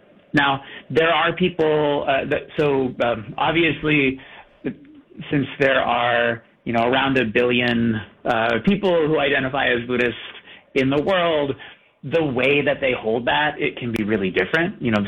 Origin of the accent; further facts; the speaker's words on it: Boston, Massachusetts, United States; So, I grew up in Boston, going to a Unitarian church.